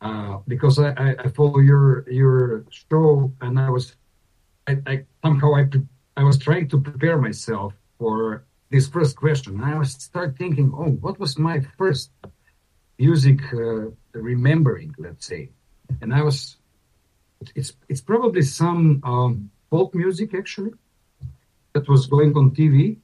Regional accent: Kumanovo, North Macedonia; now in Skopje, North Macedonia; So now I'm currently in Ohrid at the moment, but I'm living in Skopje. And I'm from Kumanovo.

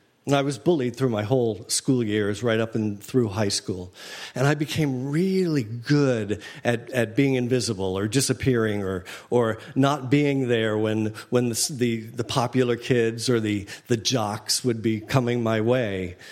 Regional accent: Boston, Massachusetts, United States; I grew up in Boston, Massachusetts, a small suburb, middle class, just outside Boston, actually. And there were seven of us in the family.

